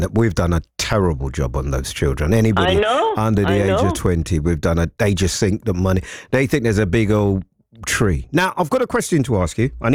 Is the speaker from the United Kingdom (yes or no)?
yes; London, United Kingdom; I'm a Londoner, I'm a dad, I'm a husband